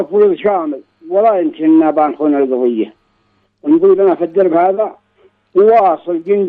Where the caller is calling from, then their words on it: Sanaa, Amanat Al Asimah, Yemen; إحنا جاهزين هنا مرابطي في صنعاء